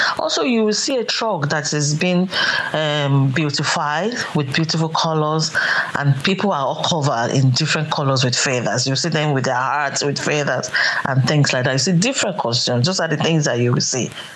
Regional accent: Nigeria; moved away as an adult; now in Ireland; I'm originally from Africa, precisely from Nigeria. I've been in Ireland for almost 25 years, so that is my root.

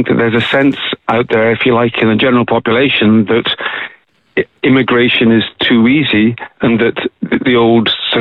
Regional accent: Scotland, United Kingdom; now in Killarney, Ireland; in Killarney. That's right. And I've been here since 1991. Mm. So I'd already been here over 20 years. I'm from Scotland originally.

